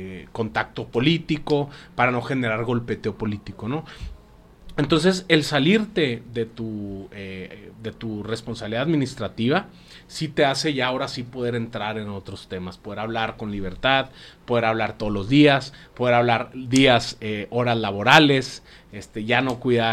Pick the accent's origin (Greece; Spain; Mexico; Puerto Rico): Mexico; Chihuahua; soy chihuahuense, soy ganadero de cuarta generación de la capital, y me siento muy orgulloso de mis raíces, me siento muy orgulloso de Chihuahua